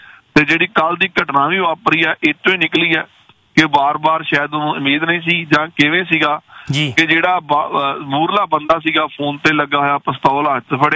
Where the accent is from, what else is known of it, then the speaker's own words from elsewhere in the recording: Punjab, India; born there; moved away; ਪਰ ਕਿਉਂਕਿ ਸਾਡੀ ਧਰਤੀ ਹੈ ਜੀ, ਅਸੀਂ ਜੰਮੇ ਪਲੇ ਹੈਗੇ ਹਾਂ